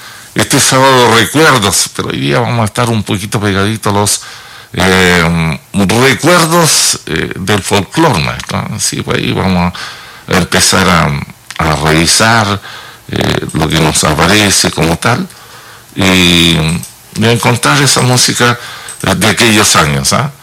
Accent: Chile; Así somos los chilenos nuestros

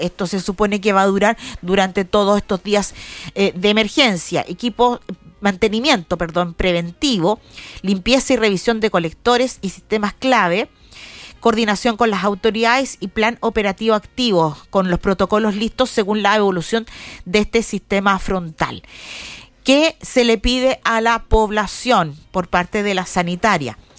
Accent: Chile; La palabra con W que utilizamos todos los chilenos.

